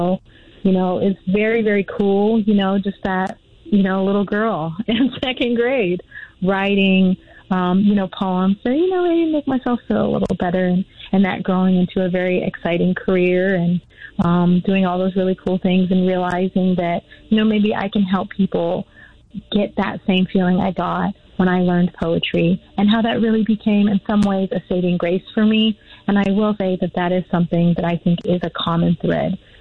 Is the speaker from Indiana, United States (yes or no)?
no; Las Vegas, Nevada, United States; born or raised there